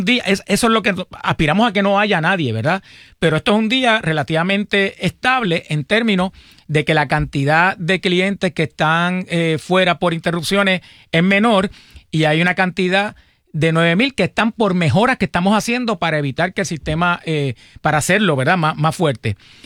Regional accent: Arecibo, Puerto Rico; Recuerda, yo soy de Arecibo. Así que...

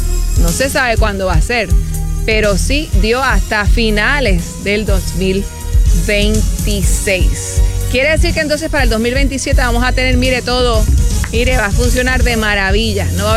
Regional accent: Patillas, Puerto Rico; Nací y criado. ¿De la lechonera y eso es campo? Porque yo vengo de Patilla y eso es campo.

